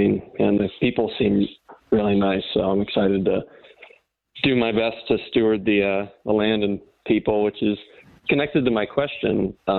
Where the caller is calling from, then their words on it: Asheville, North Carolina, United States; I'm calling from my new home in Asheville, North Carolina